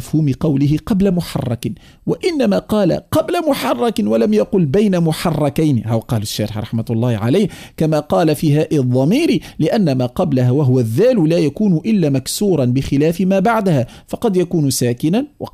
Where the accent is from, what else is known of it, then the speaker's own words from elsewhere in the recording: Tunisia; accent: Tunisian; ولهجتنا التونسية